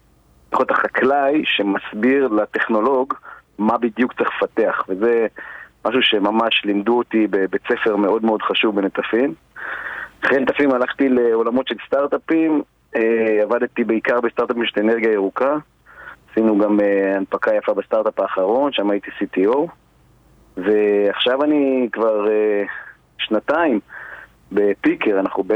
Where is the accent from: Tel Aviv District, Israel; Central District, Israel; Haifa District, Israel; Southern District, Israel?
Southern District, Israel; Mishmar HaNegev; אני גדלתי בקיבוץ משמר הנגב, גדלתי בתוך חקלאות, עבדתי הרבה שנים בחקלאות